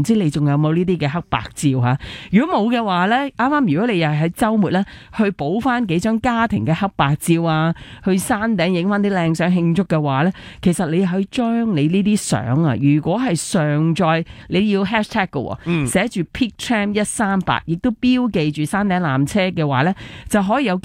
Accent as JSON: {"language": "Cantonese", "country": "Hong Kong"}